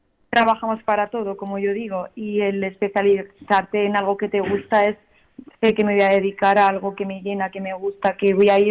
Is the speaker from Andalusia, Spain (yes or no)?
yes; Granada, Andalusia, Spain; moved away as an adult; now in Huesca, Spain; Soy de Granada, pero llevo 4 años aquí en Huesca.